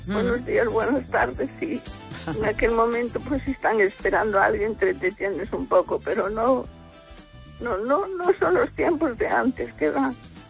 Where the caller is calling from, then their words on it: Ourense, Galicia, Spain; de Orense, fiel.